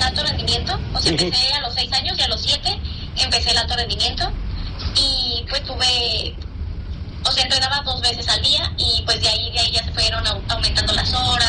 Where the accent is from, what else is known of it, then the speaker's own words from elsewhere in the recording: State of Mexico, Mexico; now in Jalisco, Mexico; yo soy del Estado de México y llegué aquí a Jalisco